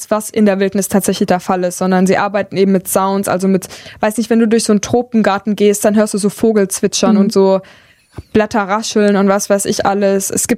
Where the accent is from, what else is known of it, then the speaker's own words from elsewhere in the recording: Baden-Württemberg, Germany; Ich bin nämlich tatsächlich in der Nähe von Stuttgart auch aufgewachsen.